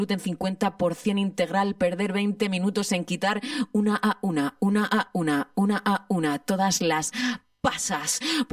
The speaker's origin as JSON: {"language": "Spanish", "region": "Region of Murcia", "country": "Spain", "said": "justo yo estaba en Murcia, porque yo soy de Murcia."}